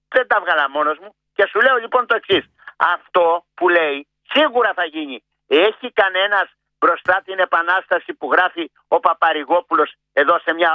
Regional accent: Kalavryta, Western Greece, Greece; κατάγομαι από Πελοπόννησο, Μανώλη, και από Καλάβρητα

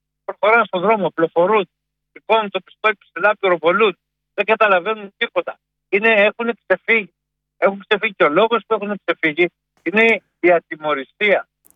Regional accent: Thebes, Central Greece, Greece; now in Larissa, Greece; Εγώ ζω στη Λάρισα, αλλά μεγάλωσα στη Θήβα.

